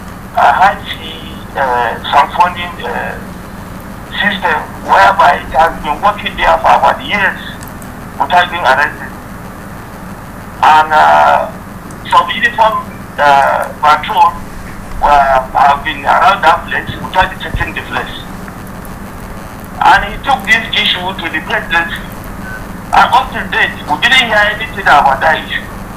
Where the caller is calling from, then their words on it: Zaria, Kaduna State, Nigeria; I'm calling from Zaria.